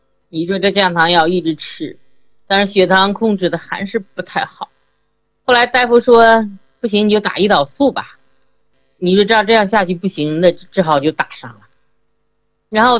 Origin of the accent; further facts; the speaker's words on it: Shijiazhuang, Hebei, China; 我是河北石家庄的，我今年呢68了